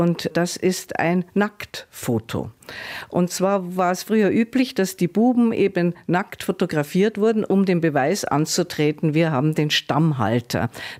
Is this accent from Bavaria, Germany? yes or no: yes; Bavaria, Germany; Ja, also ich fühle mich immer als Bayer, weil ich nun mal in Bayern geboren bin und sozialisiert wurde.